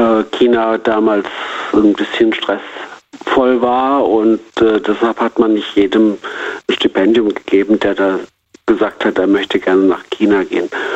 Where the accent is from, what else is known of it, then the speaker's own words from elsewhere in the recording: Zwingenberg, Baden-Württemberg, Germany; also born or lived in Beijing; Ich komme aus Zwingenberg im Neckartal und war 40 Jahre in Peking und war relativ gute Zeit. Und ich bin aber auch wieder froh, in Deutschland zu sein.